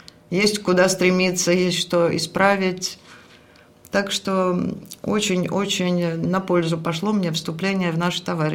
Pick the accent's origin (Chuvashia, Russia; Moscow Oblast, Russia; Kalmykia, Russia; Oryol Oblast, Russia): Oryol Oblast, Russia; Oryol; Я родилась и живу в Орле все время.